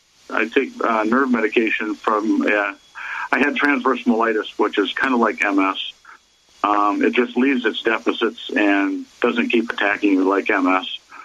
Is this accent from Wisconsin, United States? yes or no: yes; Wisconsin, United States; I'm from Wisconsin.